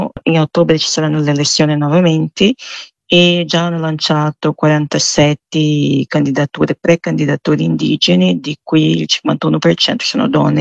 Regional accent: Mato Grosso do Sul, Brazil; E questo è facilmente osservabile in una regione da dove vengo io, che è il Mato Grosso do Sul

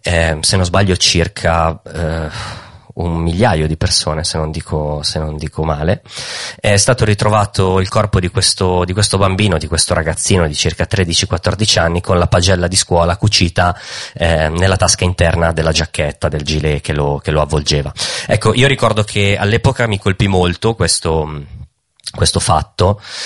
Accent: Legnano, Lombardy, Italy; born or raised there

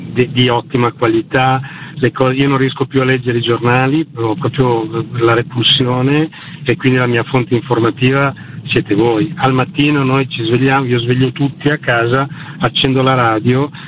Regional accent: Argentina; now in Italy; io sono argentino d'origine, mi sembrava di essere tornato in Argentina

